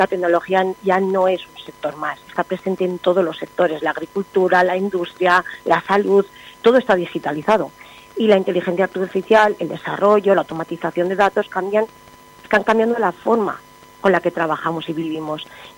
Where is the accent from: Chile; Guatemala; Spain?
Spain; Campillo de Aragón, Aragon; Yo soy de Campillo de Aragón, soy un pueblecito de la comarca de Calatayud, y sé lo que significa crecer en un pueblo